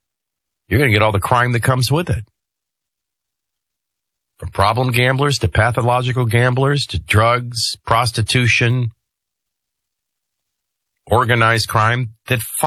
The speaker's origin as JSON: {"language": "English", "town": "New Orleans", "region": "Louisiana", "country": "United States", "tie": "born or raised there", "said": "People would always say, what was it like growing up in New Orleans? Well, if everybody came to your town to live a debaucherous, sinful few days and throw up on your streets and urinate on your streets, that's what it's like."}